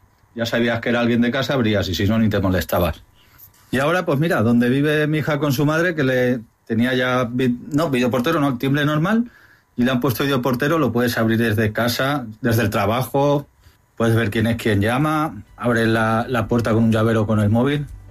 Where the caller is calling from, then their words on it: Valencia, Valencian Community, Spain; de Valencia